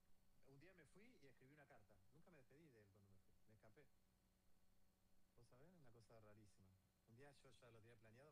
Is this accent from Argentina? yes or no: yes; Argentina; moved away; also born or lived in Ibiza; ¿Vos sos argentino? Sí.